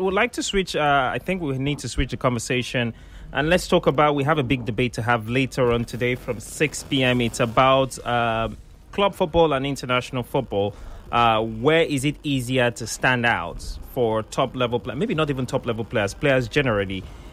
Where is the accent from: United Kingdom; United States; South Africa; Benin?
Benin; I'm from Beninois. I'm from Benin Republic, but I started supporting the Super Eagles.